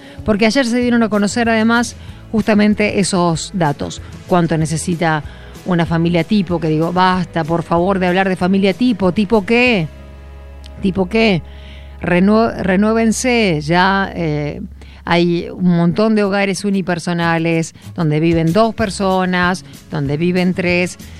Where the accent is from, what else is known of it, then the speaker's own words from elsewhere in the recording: Argentina; No solamente yo lo digo yo como periodista, sino como argentina, como ciudadana.